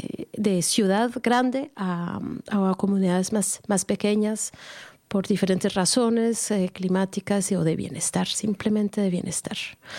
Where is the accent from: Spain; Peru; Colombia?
Colombia; Afortunadamente también he podido viajar un poquito en Colombia porque soy colombiana.